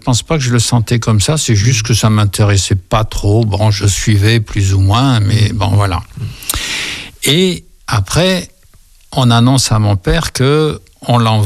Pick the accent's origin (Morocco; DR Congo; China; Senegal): Morocco; born there; Et c'est là que je suis né au Maroc.